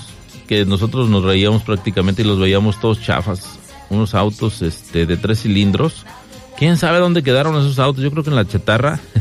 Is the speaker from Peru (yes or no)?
no; Mexico